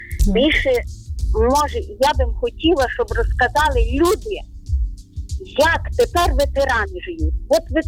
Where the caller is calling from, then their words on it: Ternopil Oblast, Ukraine; Я з України. Тернопільщина